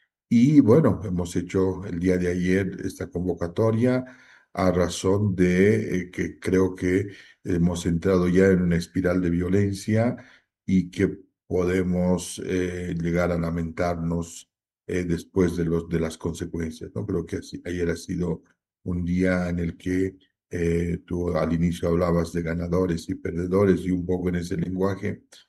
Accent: Bolivia; si no nos unimos como bolivianos

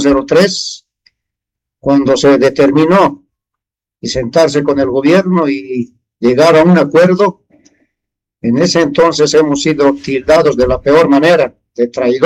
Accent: Bolivia; como boliviano que soy

